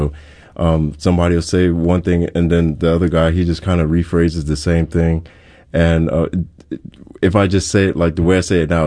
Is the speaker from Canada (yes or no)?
no; Hawaii, United States; But other times it's like, okay, yeah, I'm Hawaiian, whatever.